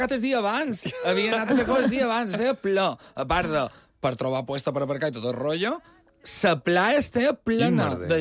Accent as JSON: {"language": "Catalan", "region": "Balearic Islands", "country": "Spain", "said": "clar, no a mi com a mallorquí no me passarà."}